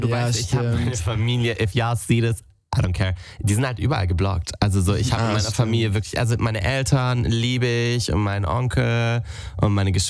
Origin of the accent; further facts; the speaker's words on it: Stuttgart, Baden-Württemberg, Germany; now in Berlin, Germany; Nein, ich muss ja sagen, ich bin ja auch aus Stuttgart nach Berlin gezogen.